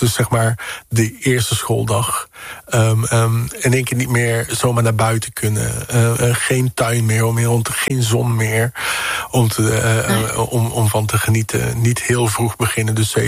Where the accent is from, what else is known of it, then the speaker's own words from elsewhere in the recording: Tilburg, North Brabant, Netherlands; born there; also born or lived in Curaçao, Netherlands Antilles; ik heb echt de periodes meegemaakt, voornamelijk in Tilburg.